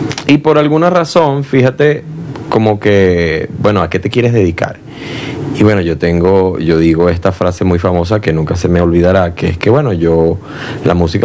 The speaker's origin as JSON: {"language": "Spanish", "region": "Falcón", "country": "Venezuela", "tie": "born or raised there", "moved": "yes", "lives_now": "Caracas, Venezuela", "said": "la familia es de allá. Y cuando mi hermano y yo estamos pequeños, pues ellos deciden mudarse para allá, una vida más tranquila. Y yo crezco allá y empiezo a estudiar allá, en una escuelita de música que ya se llama Escuela de Música Elías David Curiel"}